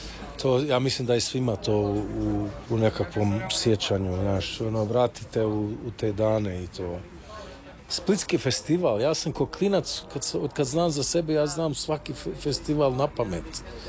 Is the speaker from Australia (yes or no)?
yes; Australia; Na milion puta sam to slušao kao klinac u Australiji.